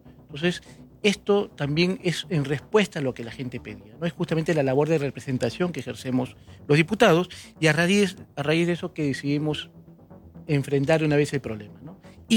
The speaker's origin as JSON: {"language": "Spanish", "country": "Peru"}